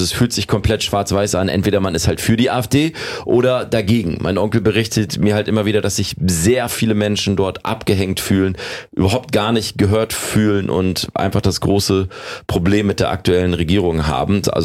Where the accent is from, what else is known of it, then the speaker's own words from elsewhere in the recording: Salzwedel, Saxony-Anhalt, Germany; born there; moved away; Geboren bin ich in Salzwedel, der Baumkuchenstadt in Sachsen-Anhalt. Oma und Opa haben da gelebt, wie du gesagt hast, mein Onkel immer noch da.